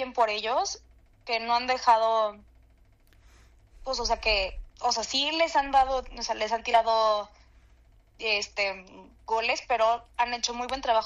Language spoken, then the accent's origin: Spanish; Mexico; hablando ya no como mexicana